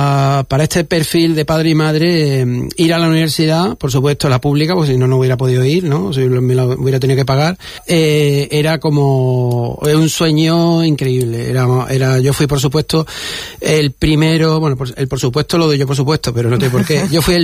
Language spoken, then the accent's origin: Spanish; Málaga, Andalusia, Spain; also born or lived in Torremolinos; Yo soy de la carretera de Cádiz, yo me crié en los bloques de Ardira, enfrente de la, bueno, pues la, al lado de la Barriada de la Luz, está justo en la antesala, digamos, la Barriada de la Luz, o sea, un barrio obrero, y acabé en Torremolino